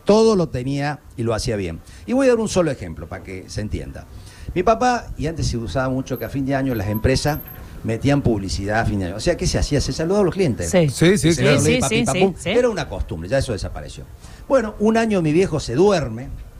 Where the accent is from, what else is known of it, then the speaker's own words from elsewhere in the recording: Córdoba, Argentina; porque soy cordobés